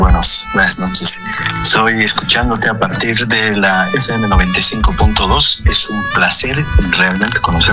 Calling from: Cochabamba, Bolivia; Sí, Cochabamba, Bolivia, desde el centro mismo de Bolivia.

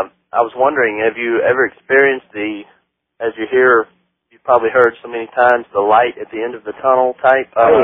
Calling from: Atlanta, Georgia, United States; from Atlanta, Georgia, WGST.

